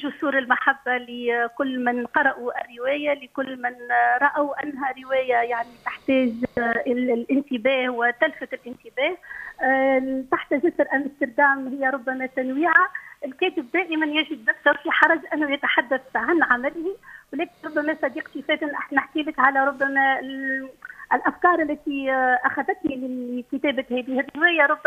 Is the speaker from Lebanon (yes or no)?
no; Tunisia; وهذا من حقنا كتونسيين أن نكون في صدارة المشهد،